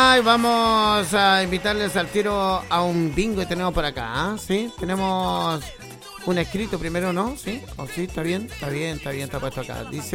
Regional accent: Chile; ¡Chilenos somos todo el año!

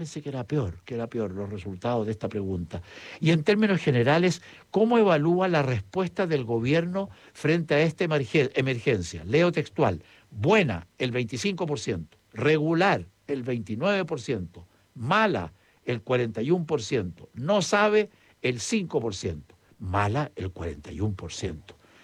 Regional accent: Chillán, Ñuble, Chile; en Chillán, miren, mi tierra

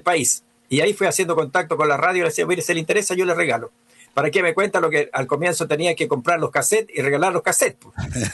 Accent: Chile; now in Los Andes, Chile; quiero que nosotros conozcamos nuestra identidad, nos reconozcamos como chilenos.

